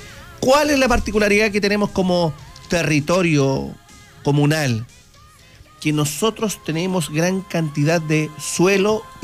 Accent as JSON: {"language": "Spanish", "town": "Linares", "region": "Maule", "country": "Chile", "tie": "born or raised there", "said": "Los que somos oriundos de Linares, nacidos, o quienes han llegado a vivir por la década de los 80, 90"}